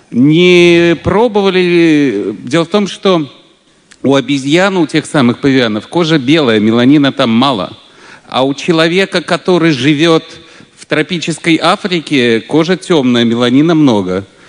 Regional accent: London, United Kingdom; я из Лондона.

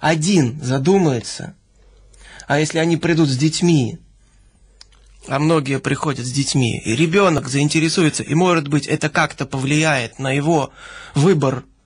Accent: Saint Petersburg, Russia; ну, пусть петербуржцы не обижаются, я сам петербуржец

